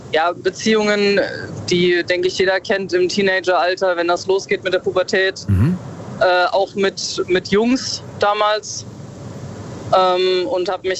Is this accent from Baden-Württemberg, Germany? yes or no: no; Bad Kreuznach, Rhineland-Palatinate, Germany; Ich komme ursprünglich aus der Ecke Bad Kreuznach.